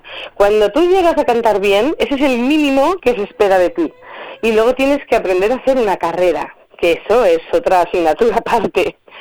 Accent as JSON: {"language": "Spanish", "town": "Zamora", "region": "Castile and León", "country": "Spain", "also_born_or_lived": "Madrid", "said": "como zamorana, tener la posibilidad de tener un festival en mi casa, en mi tierra, en mi ciudad"}